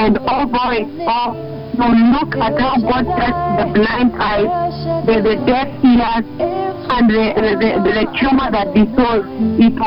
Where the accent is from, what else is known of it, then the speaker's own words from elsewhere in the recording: Kenya; And for me, as … as a Kenyan, I repent so much.